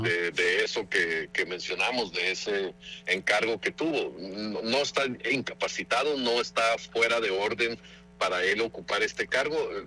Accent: Nogales, Sonora, Mexico; yo nací en Nogales, como todos ustedes saben, ahí crecí

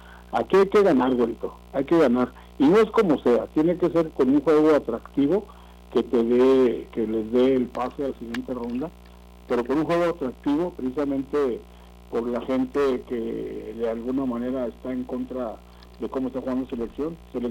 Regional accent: Mexico; Nosotros en México nunca habíamos tenido un joven que debute en selección mexicana a los 17 años.

